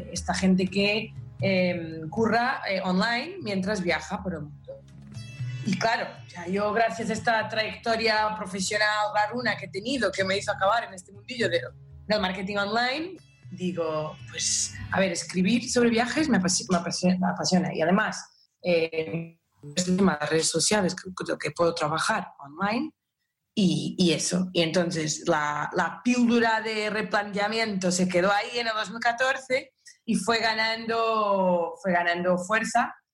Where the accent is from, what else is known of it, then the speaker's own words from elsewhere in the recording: Portugal; Spanish is a second language; moved away as an adult; also born or lived in Lisbon; now in Madrid, Spain; yo soy portuguesa, estudié psicología social en Lisboa y luego me mudé para Madrid en el 2005